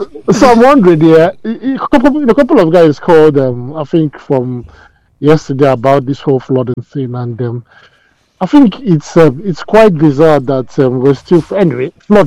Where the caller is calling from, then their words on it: Kaduna State, Nigeria; I'm from Kaduna State.